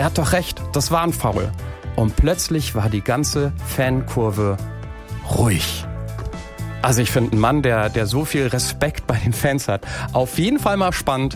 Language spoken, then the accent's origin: German; Mainz, Rhineland-Palatinate, Germany; born there; Ich bin selbst in Mainz geboren